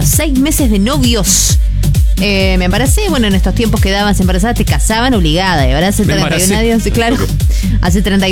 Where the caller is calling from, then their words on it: Armstrong, Santa Fe, Argentina; Muy bien, chicos, hoy día … de Armstrong.